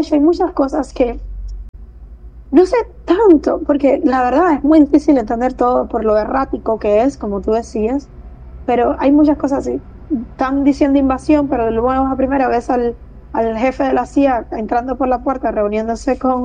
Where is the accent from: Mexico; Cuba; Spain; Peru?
Cuba; mi familia está en Cuba, yo vivo en Cuba, no tengo el pronóstico de irme de Cuba.